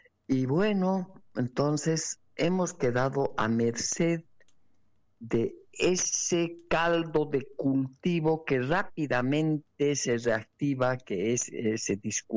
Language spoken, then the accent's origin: Spanish; Bolivia; profundamente preocupada por la situación, como todo boliviano responsable, ciudadano comprometido con sus propios intereses